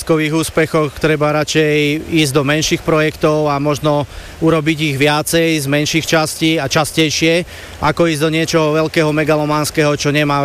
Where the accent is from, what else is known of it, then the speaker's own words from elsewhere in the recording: Motyčky, Banská Bystrica Region, Slovakia; Tak je to moja rodná dedina, kde som od malička rástol